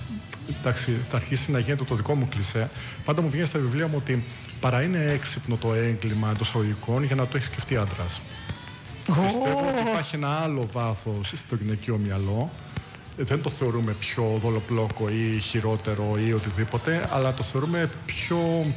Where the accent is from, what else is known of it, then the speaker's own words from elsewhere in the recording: Rhodes, South Aegean, Greece; born there; also born or lived in Heraklion, Crete / Moires, Crete / Tilos (family origin); Εγώ και οι αδερφές μου γεννηθήκαμε στο Ηράκλειο και... γιατί οι γονείς μου ήταν κάτω 16 χρόνια καθηγητές. Εγώ μεγάλωσα μέχρι τα 8 μου στις Μοίρες. Και ήρθαμε όταν επιτέλους καταφέρανε και πήρανε μετάθεση για τη Ρόδο.